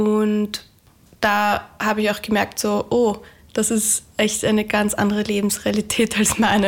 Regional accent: Vienna, Austria; Ich bin in Wien aufgewachsen und habe in Wien studiert

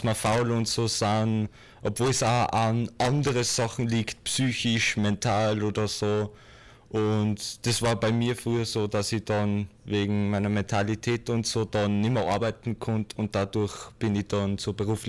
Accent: Upper Austria, Austria; Ich komme zum Beispiel aus Monse und ich müsste dann wieder extra dafür zahlen, dass ich dann zu mir heimkomme.

